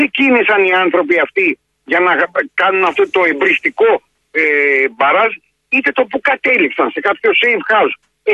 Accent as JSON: {"language": "Greek", "region": "Peloponnese", "country": "Greece", "said": "όπως λένε και στο χωριό μου στην Πελοπόννησο"}